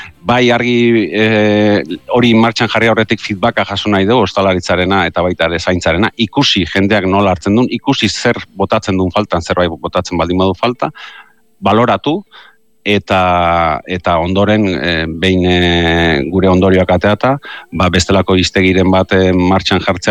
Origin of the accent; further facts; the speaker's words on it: San Sebastián, Basque Country, Spain; Eta Gipuzkoar asko etortzen dira Donostiara, Donostiarrak ere Gipuzkoarra gara